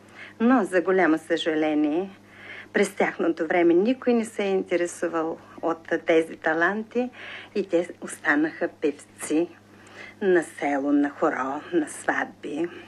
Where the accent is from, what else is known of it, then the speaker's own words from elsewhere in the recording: Koriten, Dobrich Province, Bulgaria; Така че моите песни са коритенски доброжански.